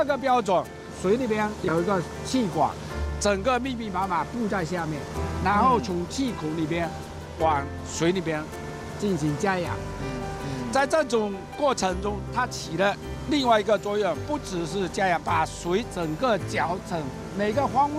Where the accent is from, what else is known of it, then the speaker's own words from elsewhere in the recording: Lianjiang, Fujian, China; 我本人是在这个村土生土长的一个渔民的儿子